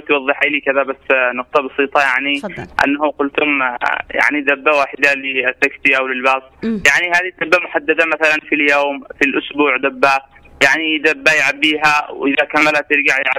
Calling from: Taiz, Taiz Governorate, Yemen

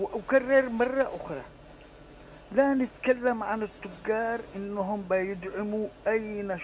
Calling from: Yemen

